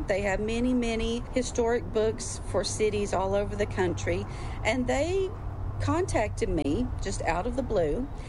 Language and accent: English; Greeneville, Tennessee, United States; now in Knoxville, United States; I grew up in Greenville, Tennessee, Greene County. That's very near here. It's only about an hour and a half northeast of Knoxville. And I lived on a farm growing up.